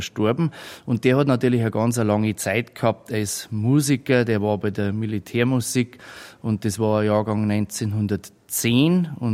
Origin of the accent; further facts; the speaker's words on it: Tegernsee, Bavaria, Germany; born there; now in Stürzelham, Germany; Also ich bin geboren in Tegernsee, wohnhaft in Stürzelham, das ist bei Bayern. Wir heuer 40